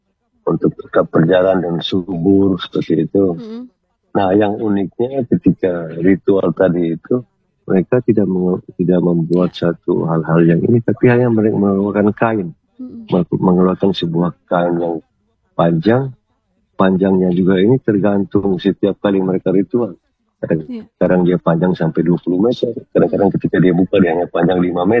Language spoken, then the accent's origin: Indonesian; East Nusa Tenggara, Indonesia; sebagai orang Sumba itu sendiri, Sumba Timur itu sendiri